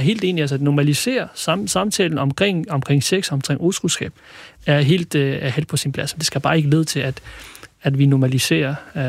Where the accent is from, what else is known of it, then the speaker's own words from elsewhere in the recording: Kurdistan Region, Iraq; moved away; Jeg er kurder fra Irak oprindeligt.